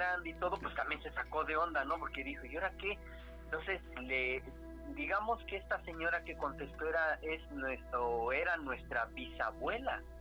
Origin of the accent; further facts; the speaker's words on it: Mexico City, Mexico; De la Ciudad de México.